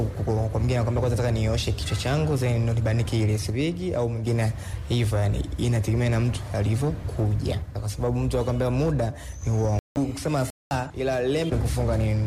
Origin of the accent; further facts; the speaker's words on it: Dodoma, Tanzania; natokea Dodoma.